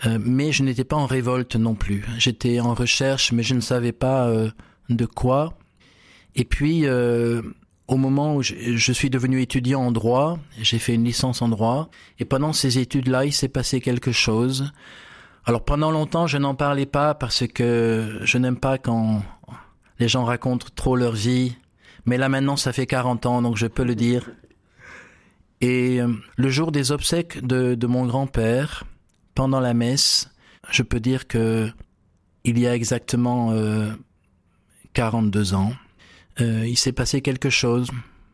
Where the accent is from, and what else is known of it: Bordeaux, Nouvelle-Aquitaine, France; born there